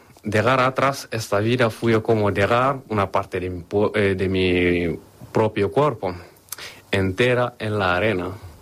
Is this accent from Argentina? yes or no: no; Mali; moved away as an adult; Cuando me fui de Mali, hace 3 años